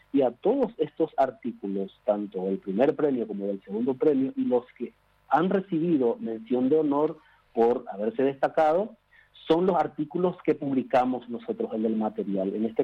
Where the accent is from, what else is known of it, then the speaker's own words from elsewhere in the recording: Paraguay; el guaraní y el castellano, nuestro bilingüismo